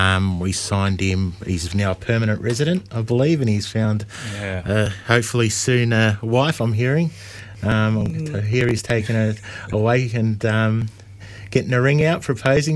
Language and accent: English; Victoria, Australia; I grew up around Hillside. We moved in 1998 or 96. My wife and I bought a house in 2017.